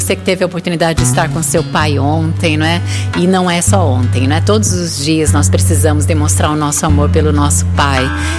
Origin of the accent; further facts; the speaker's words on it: Votorantim, São Paulo, Brazil; moved away; Minha terra natal. Olha, povo de Votorantim, região aí